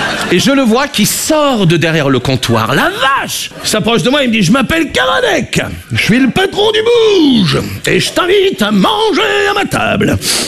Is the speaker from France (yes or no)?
yes; Brittany, France; Je suis breton. Moi, j'ai été accepté en Bretagne.